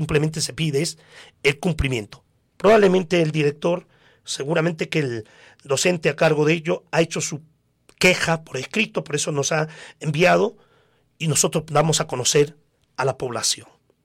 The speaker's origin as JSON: {"language": "Spanish", "town": "Coracora", "region": "Ayacucho", "country": "Peru"}